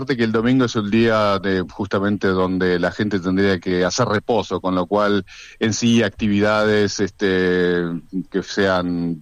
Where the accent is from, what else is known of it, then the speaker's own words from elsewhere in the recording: Argentina; now in Switzerland; yo como argentino